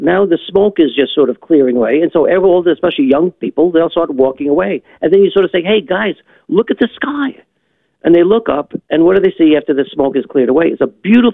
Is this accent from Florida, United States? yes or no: no; New York City, New York, United States; moved away; I'm a city slicker. I'm from Brooklyn